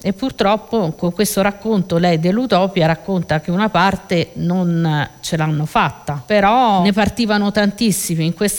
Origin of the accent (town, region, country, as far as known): Rome, Lazio, Italy